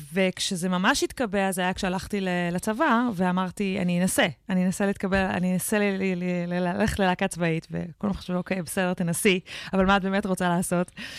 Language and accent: Hebrew; Jerusalem, Jerusalem District, Israel; born there; נולדתי בירושלים. ההורים שלי התגרשו כשהייתי קטנה, ואימא שלי עברה, עברנו די הרבה בארץ אחרי הגירושים, אז לא גדלתי. מה שנקרא, אני ירושלמית, אבל לא ממש